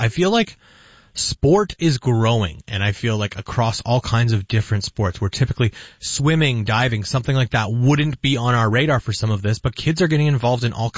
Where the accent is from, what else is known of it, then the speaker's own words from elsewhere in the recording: Hamilton, Ontario, Canada; now in Windsor, Canada; I'm from Hamilton.